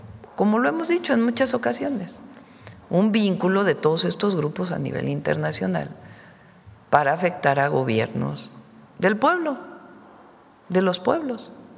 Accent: Mexico; todas y todos somos mexicanos.

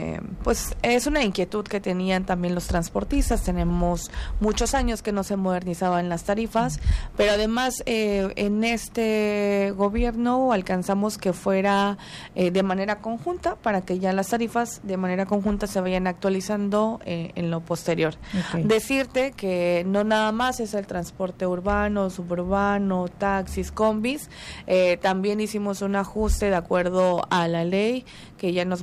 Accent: Tabasco, Mexico; que somos todos los tabasqueños en total

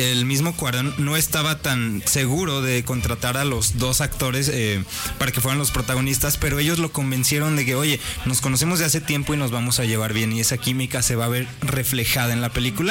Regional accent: Mexico; para nosotros como mexicanos.

